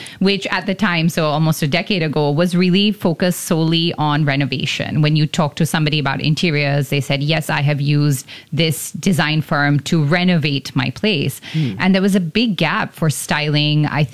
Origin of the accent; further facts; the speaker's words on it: Singapore; also born or lived in New York; growing up in Singapore